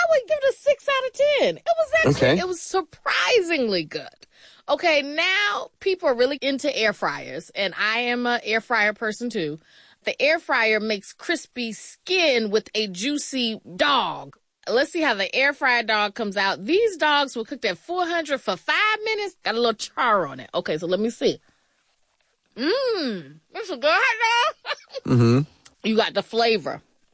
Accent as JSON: {"language": "English", "region": "North Carolina", "country": "United States", "said": "Okay, so for my hot dogs, I'm from North Carolina."}